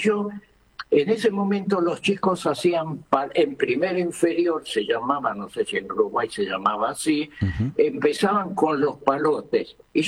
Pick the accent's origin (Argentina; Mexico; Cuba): Cuba; Camagüey; born there; Yo nací en Cuba, en Camagüey, que debe ser como si a 400 kilómetros de La Habana.